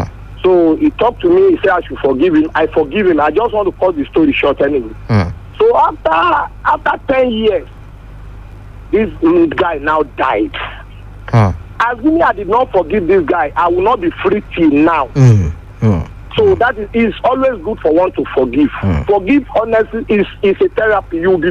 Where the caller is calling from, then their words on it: Nigeria; I'm from Akunda, he's from Oka. So we are from the same local government.